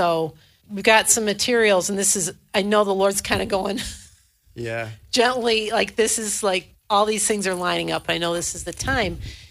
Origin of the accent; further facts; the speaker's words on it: Detroit, Michigan, United States; now in Farmington Hills, United States; I grew up in Detroit